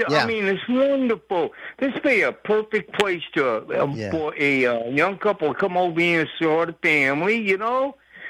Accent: Louisiana, United States; I came from Jefferson Parish on the West Bank.

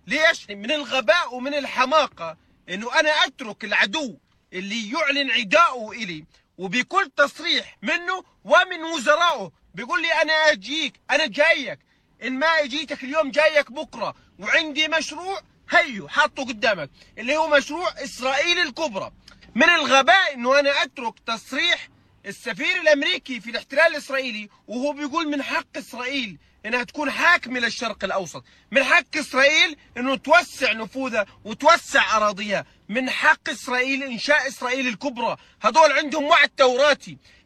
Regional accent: Jordan; انا كاردني

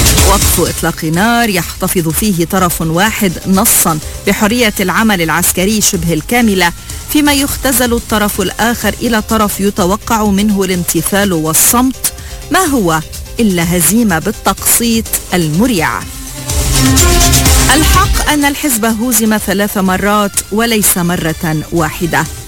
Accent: Lebanon; متى نتصارح كلبنانيين أن تحويل الفشل استراتيجي إلى ملحمة صمود ليس استراتيجية ذكية بل حفلة تكاذب؟

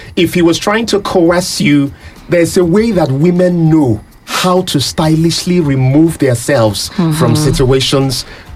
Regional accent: Nigeria; I'm African, first of all, and followed by that, I'm Nigerian.

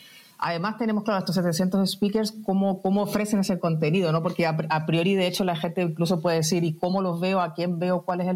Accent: Chile; moved away as an adult; now in Spain; soy chilena que lleva más de 25 años en España.

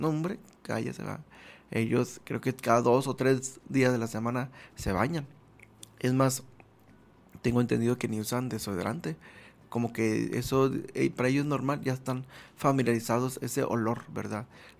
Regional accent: northern Mexico, Mexico; del sur del país, nos dicen que nosotros hablamos enojados, ¿verdad? Y nosotros del norte le decimos a los del sur que hablan cantando

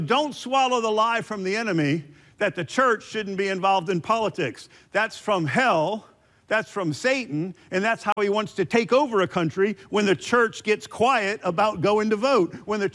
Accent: United States

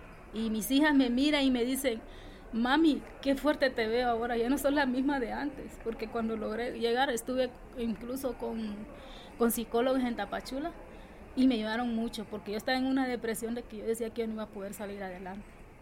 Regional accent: Honduras; moved away as an adult; mi acento no me ha ayudado. Cuando me preguntan, se me queda viendo, tú no eres de aquí, ¿verdad? No, soy de Honduras. Ah, sí, por tu acento.

